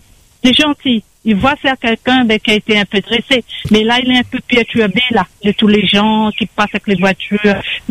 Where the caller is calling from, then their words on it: Saint-Denis, Réunion; J'habite à la Bretagne, en face de Chêne des Lys, c'est un lotissement.